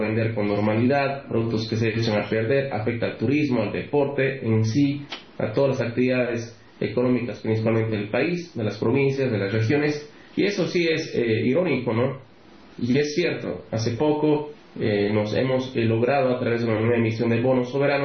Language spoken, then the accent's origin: Spanish; Bolivia; me pone triste como boliviano